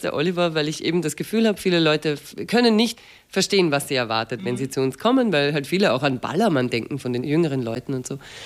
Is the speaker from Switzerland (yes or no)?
no; Ulrichskirchen, Lower Austria, Austria; Fast. Das ist eine Nebenortschaft von Wolkersdorf, wo wir jetzt wohnen. Ich bin aus Ulrichskirchen, also eine Niederösterreicherin. Aber wie gesagt, dadurch, dass man in Wien in der Schule war und studiert hat und so